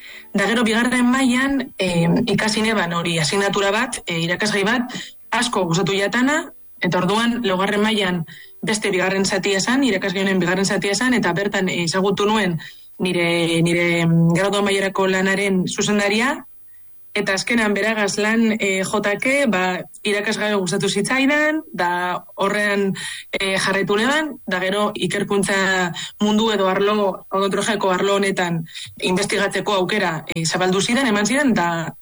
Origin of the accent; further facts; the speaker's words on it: Bilbao, Basque Country, Spain; born there; eta Bilbon jaio nintzen, 1984 urtean.